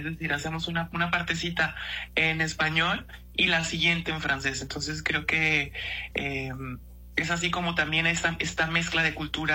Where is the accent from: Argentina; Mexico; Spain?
Mexico; Porque muchas de las veces solamente por el hecho de decir que soy mexicano